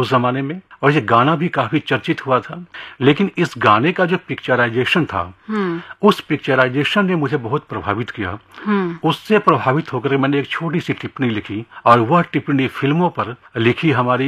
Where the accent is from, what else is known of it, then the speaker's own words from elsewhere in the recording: Bihar, India; born there; मेरा जन्म बिहार में हुआ है। बिहार